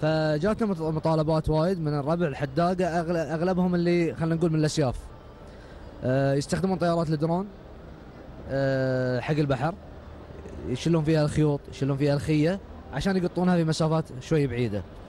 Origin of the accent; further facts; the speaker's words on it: Qatar; من بلادي قطر،